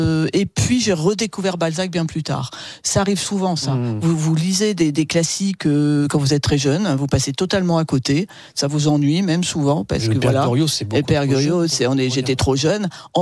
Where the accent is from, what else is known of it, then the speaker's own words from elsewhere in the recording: Marseille, Provence-Alpes-Côte d'Azur, France; je suis marseillaise, je ne connais personne